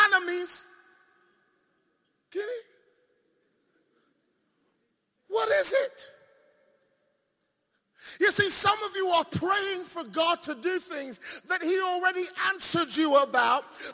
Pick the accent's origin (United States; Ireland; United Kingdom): United Kingdom; England; I was brought up in Nigeria in England.